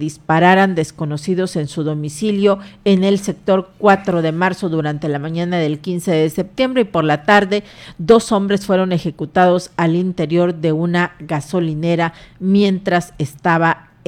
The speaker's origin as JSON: {"language": "Spanish", "country": "Mexico", "said": "somos mexicanos"}